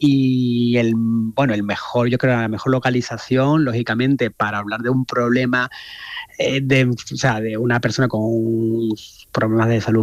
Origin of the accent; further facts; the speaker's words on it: Andalusia, Spain; yo soy una mezcla entre barroco, porque claro, soy andaluz